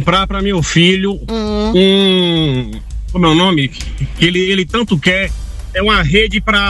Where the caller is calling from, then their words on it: Salvador, Bahia, Brazil; Eu falo de Itapuã, amiga.